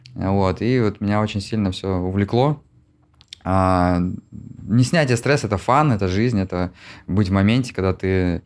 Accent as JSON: {"language": "Russian", "town": "Syktyvkar", "region": "Komi Republic", "country": "Russia", "tie": "born or raised there", "said": "Я вырос в Сыктывкаре."}